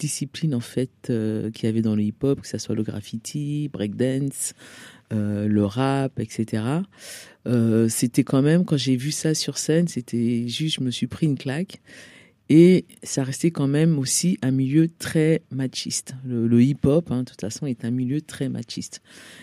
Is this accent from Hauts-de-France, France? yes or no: no; Alfortville, Île-de-France, France; also born or lived in Cameroon; Moi, j'ai grandi en banlieue, donc du coup dans le 9-4, Alfortville, Maison Alfort. Mais je suis née au Cameroun.